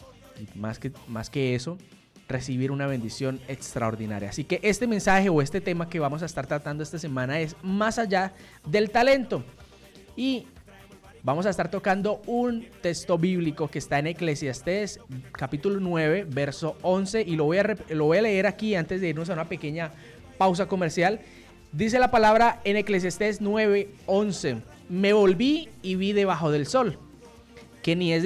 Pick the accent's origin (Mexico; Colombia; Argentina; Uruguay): Colombia; nos unimos en oración a clamar por nuestra patria Colombia